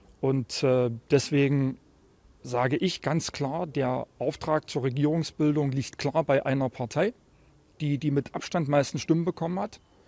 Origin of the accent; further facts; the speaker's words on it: East Germany, Germany; now in Saxony-Anhalt, Germany; wo wir als Osten, als Ostdeutsche, als Menschen mit ostdeutscher Biografie ein Stück weit benachteiligt werden.